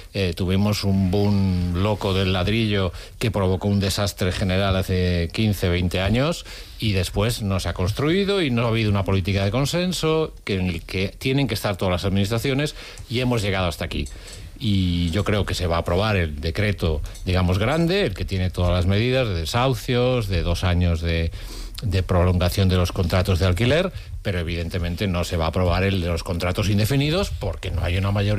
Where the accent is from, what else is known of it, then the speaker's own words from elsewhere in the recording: Vigo, Galicia, Spain; soy de Vigo.